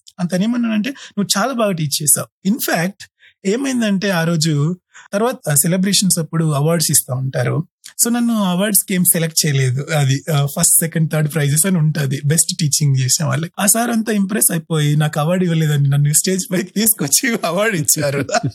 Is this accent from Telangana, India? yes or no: yes; Karimnagar, Telangana, India; moved away as an adult; also born or lived in Hyderabad; now in United States; నేను కరీంనగర్ నుంచి స్టార్టింగ్లో ఇక్కడ ఉస్మానియా యూనివర్సిటీలో బీటెక్ చేశాను 2008 నుండి 12 వరకు.